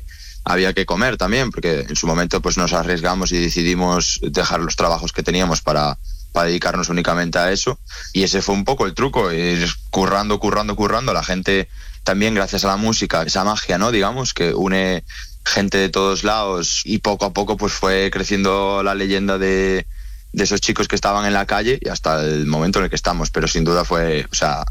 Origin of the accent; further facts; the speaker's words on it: Galicia, Spain; yo, que soy de Galicia, Galiza, Baliza.